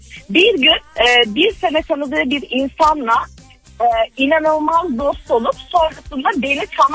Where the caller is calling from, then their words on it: Ankara, Turkey; Ankara'da ikamet ediyorum ve kamu kurulusunda çalışıyorum.